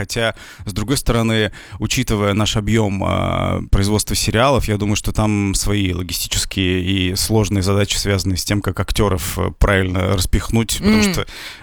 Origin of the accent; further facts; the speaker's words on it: Kudymkar, Perm Krai, Russia; moved away; я из Кудымкара. Вот, собственно, они наш как бы говор пародировали, когда выступали.